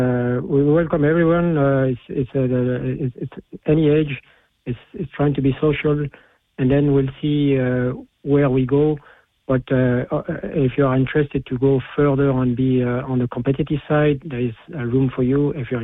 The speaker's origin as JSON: {"language": "English", "town": "Paris", "region": "Île-de-France", "country": "France", "also_born_or_lived": "Switzerland / Brussels", "moved": "as an adult", "lives_now": "Carrigart, Ireland"}